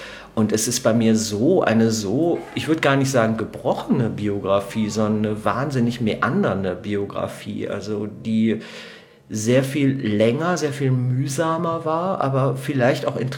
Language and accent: German; Duisburg, North Rhine-Westphalia, Germany; Also ich bin als Säugling, bin ich ins Ruhrgebiet gekommen und da war es wirklich noch das volle Ruhrgebiet, die volle Dröhnung, also der volle Ruß, der volle Industriehimmel.